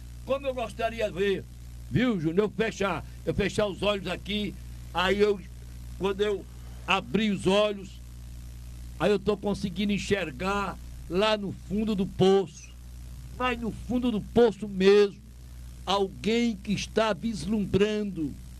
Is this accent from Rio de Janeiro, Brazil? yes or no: no; Toritama, Pernambuco, Brazil; born or raised there